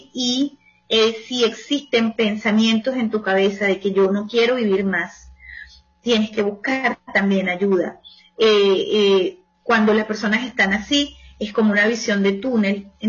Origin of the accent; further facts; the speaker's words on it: Venezuela; soy venezolana